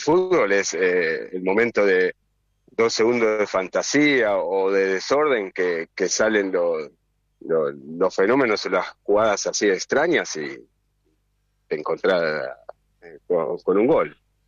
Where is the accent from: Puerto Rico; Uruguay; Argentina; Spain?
Argentina; es lo que nos gusta a nosotros los argentinos